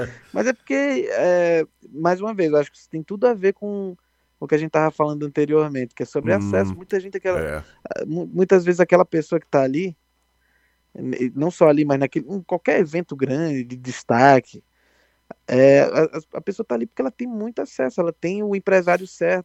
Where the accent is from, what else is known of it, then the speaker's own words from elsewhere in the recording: Arapiraca, Alagoas, Brazil; Arapiraca, que é a minha cidade natal, interior de Alagoas